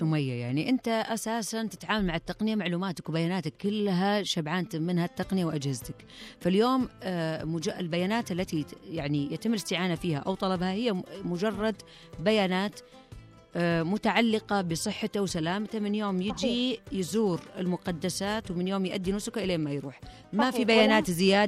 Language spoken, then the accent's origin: Arabic; Saudi Arabia; طبعا احنا نفخر فيها كسعوديين ونفخر بوجودها